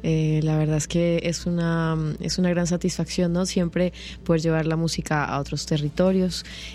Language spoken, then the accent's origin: Spanish; Colombia; Y empecé con la conexión de la música de mi tierra, pues de mi país, de Colombia